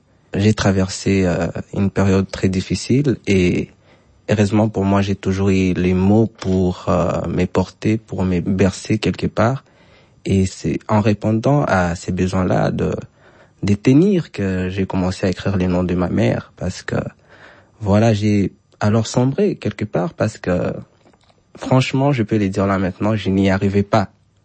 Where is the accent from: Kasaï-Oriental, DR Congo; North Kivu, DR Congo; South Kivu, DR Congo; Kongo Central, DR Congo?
South Kivu, DR Congo; Bukavu; dans la partie Est où j'ai toujours vécu. Je suis né à Bukavu et j'ai grandi à Bukavu. C'est ma toute première fois que je me déplace aussi longtemps.